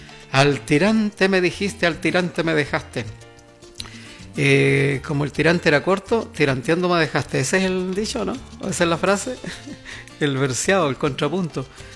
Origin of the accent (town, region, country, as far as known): Chile